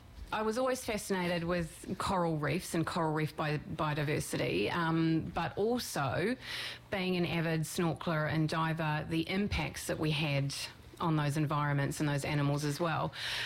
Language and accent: English; Hawke's Bay, New Zealand; I was so lucky growing up in Central Hawke's Bay.